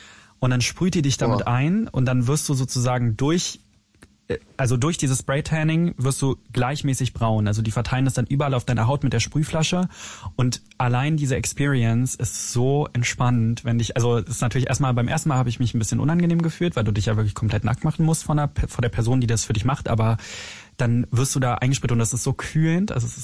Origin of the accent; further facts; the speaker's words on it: Berlin, Germany; ich komme ja aus Berlin